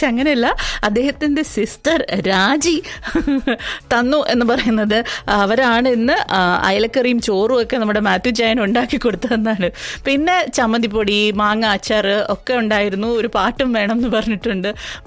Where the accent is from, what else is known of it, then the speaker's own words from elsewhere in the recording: Thiruvananthapuram, Kerala, India; ഞങ്ങൾ തിരുവനന്തപുരത്തുകാർ